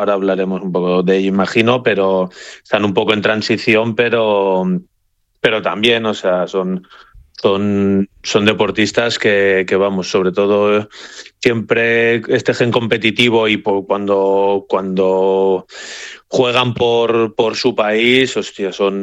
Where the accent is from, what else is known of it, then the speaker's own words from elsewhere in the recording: Spain; La verdad que yo soy español y de con España